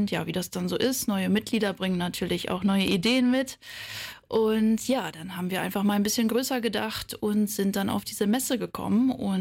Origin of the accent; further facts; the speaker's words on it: Friedeburg, Lower Saxony, Germany; ich komme aus der Gemeinde Friedeburg, arbeite schon seit über 20 Jahren in der Verwaltung im Rathaus